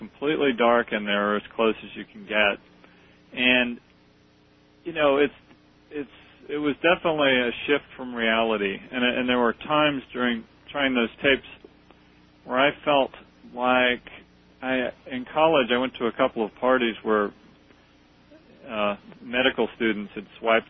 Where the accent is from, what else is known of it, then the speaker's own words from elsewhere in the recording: Kansas, United States; No, I'm from Kansas.